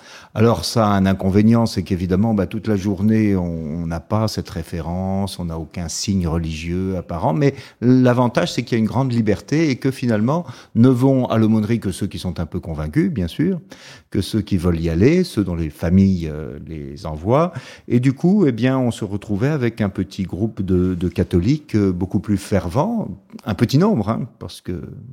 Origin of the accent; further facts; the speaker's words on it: Poitiers, Nouvelle-Aquitaine, France; born there; Ah, je suis né à Poitiers.